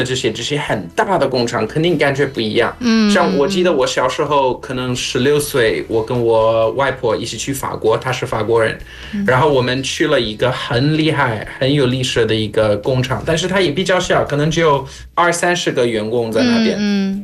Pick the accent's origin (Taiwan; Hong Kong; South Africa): South Africa; 但是我们在南非最大的行业之一就是挖矿，就是黄金还有钻石什么的，所以